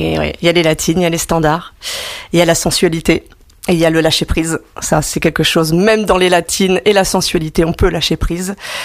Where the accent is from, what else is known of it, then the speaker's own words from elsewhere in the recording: Hauts-de-France, France; moved away as an adult; now in Île-de-France, France; je ne suis pas de la région parisienne, je suis picarde.